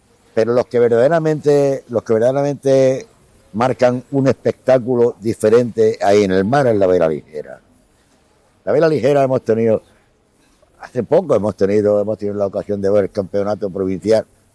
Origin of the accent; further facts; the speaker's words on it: Motril, Andalusia, Spain; Pues bueno, porque soy un motrileño, que nací en Motril, en la calle Canteras, en el año 1941, que he vivido en Motril siempre, prácticamente, siempre he vivido en Motril